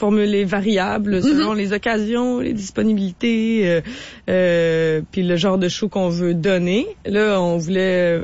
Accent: Quebec City, Quebec, Canada; now in Montreal, Canada; Je viens de Québec.

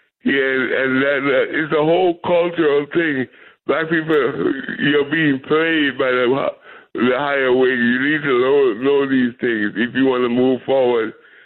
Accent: Trinidad & Tobago; when a little kid growing up in Trinidad, they had a Black Power movement in the 1960s and 70s with Stokey Carmichael, Port of Spain, Trinidad. Well, we were little kids.

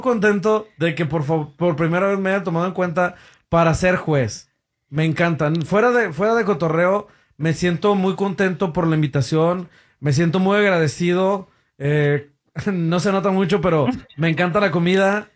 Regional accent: Guanajuato, Mexico; moved away; que en el que estaba por mi tierra, por mi colonia allá en Guanajuato.

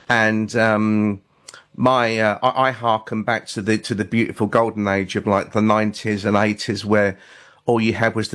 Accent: England, United Kingdom; That made me feel really at home as an Englishman.

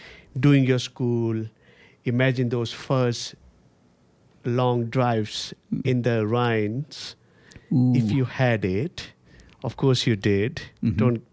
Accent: India; moved away as an adult; now in Australia; And for many of us Indians

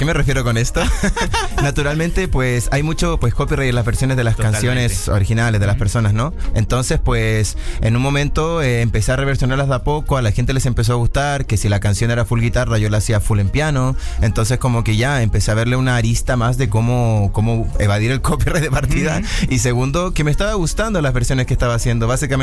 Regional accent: Chile; moved away as an adult; now in Mexico City, Mexico; soy un cantante de Chile que básicamente ahora está viviendo en Ciudad de México y ya llevo casi un año viviendo acá.

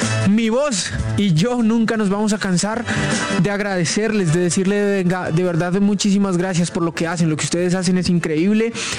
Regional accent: Colombia

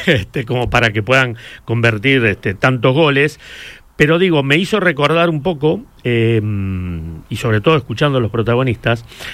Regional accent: Argentina; como argentino, y ya con unos años

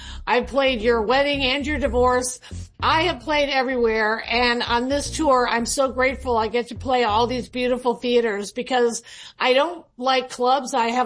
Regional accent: Chicago, Illinois, United States; moved away as an adult; Well, I'm from Chicago, so I was familiar with Second City

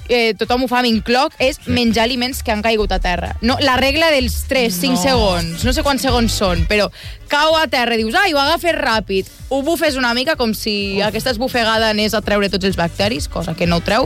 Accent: Catalonia, Spain; sóc catalana.

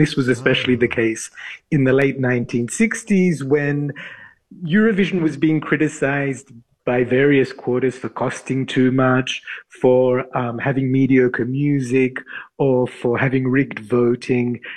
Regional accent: Australia; I'm actually Australian

